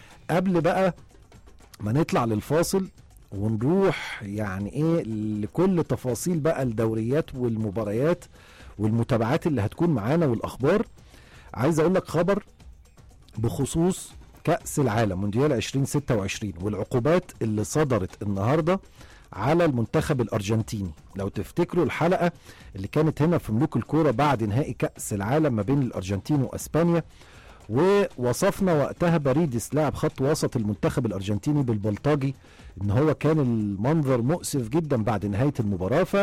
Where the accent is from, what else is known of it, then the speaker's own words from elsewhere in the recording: Egypt; احنا كمنتخب مصري